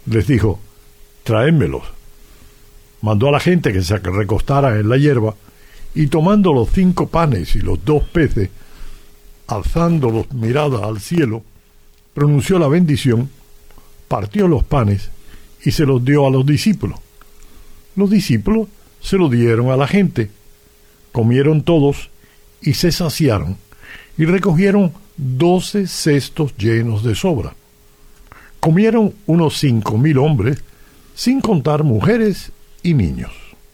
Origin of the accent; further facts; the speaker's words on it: Cuba; moved away; No, en Cuba ya una vez que salí de Cuba.